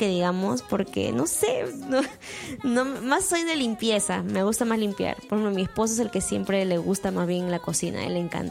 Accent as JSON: {"language": "Spanish", "region": "northern Peru", "country": "Peru", "said": "yo como buena norteña"}